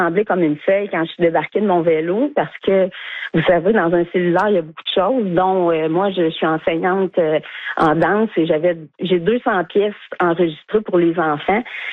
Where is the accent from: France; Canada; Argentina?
Canada; Trois-Rivières, Quebec; Je suis native de Trois-Rivières.